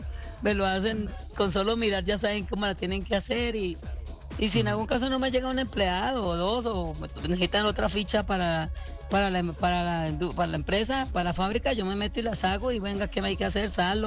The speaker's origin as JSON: {"language": "Spanish", "town": "Chaparral", "region": "Tolima", "country": "Colombia", "tie": "born or raised there", "moved": "yes", "lives_now": "Bogotá, Colombia", "said": "Bueno, sí, yo nací en Chaparral, Tolima. ¿Vio? Es al sur."}